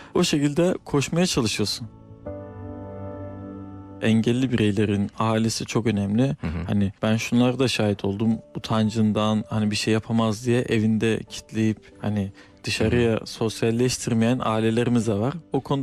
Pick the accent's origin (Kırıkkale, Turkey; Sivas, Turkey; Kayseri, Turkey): Kırıkkale, Turkey; born there; 1989 Kırıkkale doğumluyum.